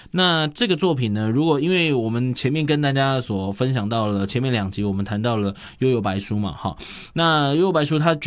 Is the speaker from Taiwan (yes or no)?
yes; Taiwan